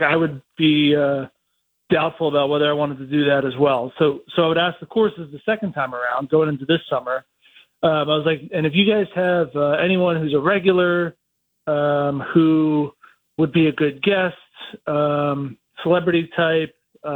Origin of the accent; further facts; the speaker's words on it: East Coast, United States; now in Phoenix, Arizona, United States; And I grew up on the East Coast, and when I got out here and started playing, I was just mesmerized by the cactus and the mountains and the lakes.